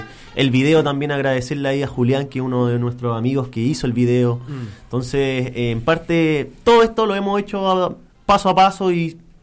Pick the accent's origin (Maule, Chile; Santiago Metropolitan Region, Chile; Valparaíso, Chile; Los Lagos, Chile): Maule, Chile; Rauco, Romeral; nosotros somos de Rauco, Romeral, entre otros lugares